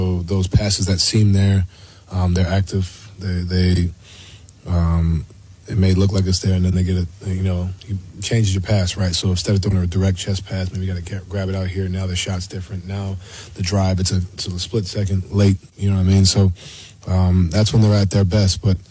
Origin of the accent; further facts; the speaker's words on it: New York, United States; I mean, I'm from New York. This doesn't shock me.